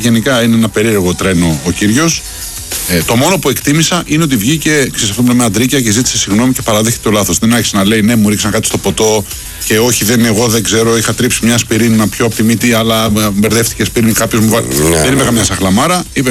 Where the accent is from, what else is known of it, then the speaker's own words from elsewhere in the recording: Greece; εμείς ως Έλληνες